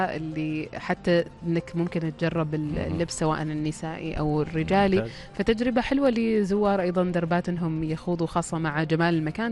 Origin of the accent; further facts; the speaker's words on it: Oman; سلطنه عمان في ثقافتها، في موروثاتها، في لهجاتنا.